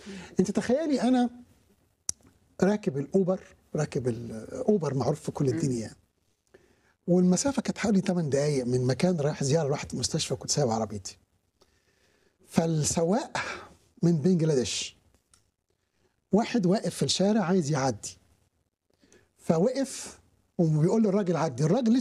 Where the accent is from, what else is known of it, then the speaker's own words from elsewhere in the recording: Egypt; قلت له انا مصري